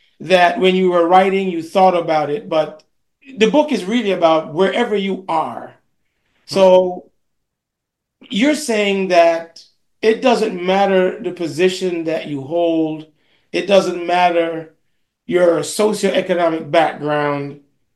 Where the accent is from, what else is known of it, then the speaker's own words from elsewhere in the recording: Jamaica; and I'm from Jamaica, so I'm from one can argue a predominantly African country by descendants, if you will.